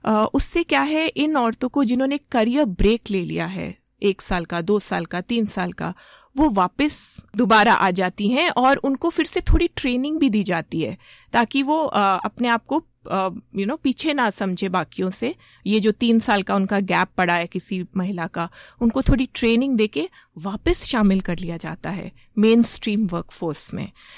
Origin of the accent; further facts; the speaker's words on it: Ambala, Haryana, India; moved away as an adult; मैं अंबाला से ही हूँ, यहीं पली बड़ी हूँ, यहीं पे स्कूलिंग हुई, यहीं पे इंजीनियरिंग हुई